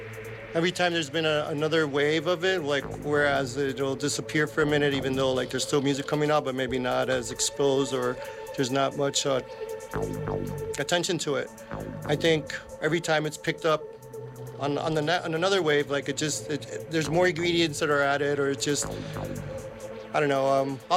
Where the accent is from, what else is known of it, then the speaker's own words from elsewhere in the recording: Miami, Florida, United States; Growing up in Miami, early 80s, listening to all this weird spacey robotic music